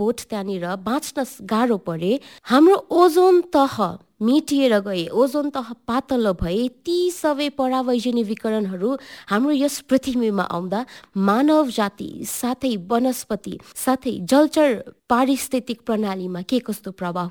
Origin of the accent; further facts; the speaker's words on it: Darjeeling, West Bengal, India; मेरो गाउँ चाहिँ बेनेकबन च्या बगान लेबोङ दार्जिलिङमा पर्छ